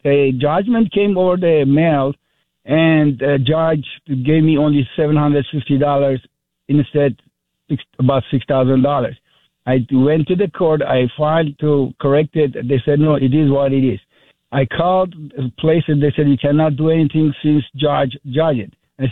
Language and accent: English; Armenia; I'm Armenian.